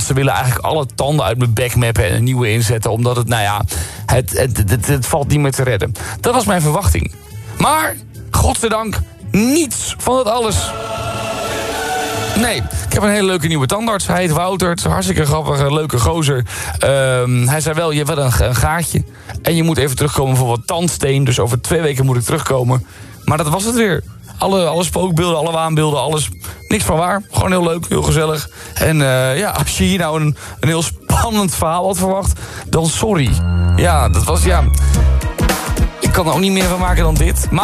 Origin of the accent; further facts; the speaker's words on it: Middelburg, Zeeland, Netherlands; now in Utrecht, Netherlands; Ik heb 2,5 jaar geleden mijn tandarts in Middelburg, waar ik vandaan kom, opgezegd.